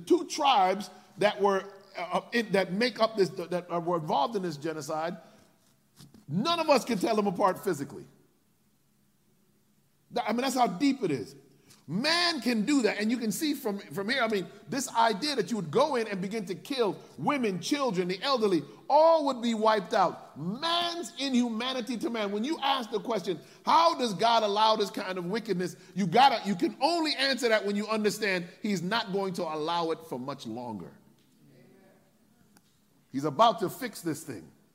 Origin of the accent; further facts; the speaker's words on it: Connecticut, United States; Like I did growing up in Connecticut.